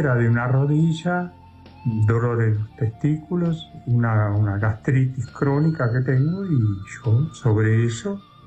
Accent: Noblía, Cerro Largo, Uruguay; Yo soy de Noblía

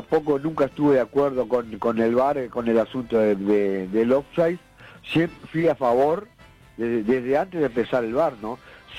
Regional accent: Uruguay; yo que soy futbolista y todos los futbolistas que somos, los uruguayos

